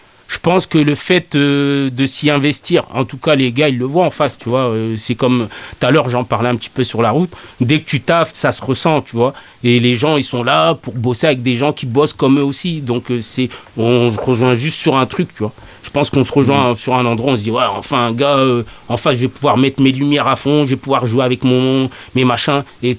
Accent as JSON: {"language": "French", "country": "France", "tie": "born there", "said": "je suis né en France, je me sens français"}